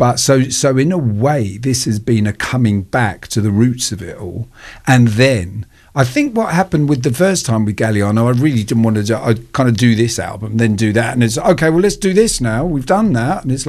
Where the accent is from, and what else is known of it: United Kingdom